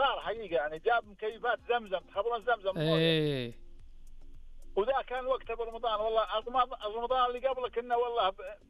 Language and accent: Arabic; Mecca, Makkah Province, Saudi Arabia; وطفولتي كلها بمكه بس انا اكلمك انا بالرياض